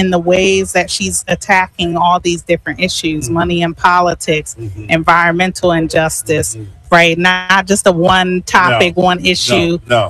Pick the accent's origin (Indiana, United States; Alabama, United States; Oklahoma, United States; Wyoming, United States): Oklahoma, United States; Tulsa; also born or lived in East Coast; I claim homes on the East Coast. I claim homes in my hometown or my birthplace in Tulsa, Oklahoma.